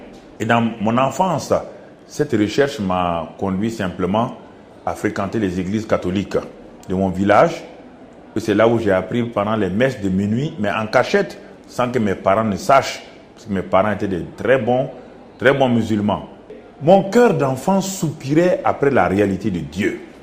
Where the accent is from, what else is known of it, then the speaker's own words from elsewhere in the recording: Burkina Faso; moved away; ils sont chez moi au Burkina Faso.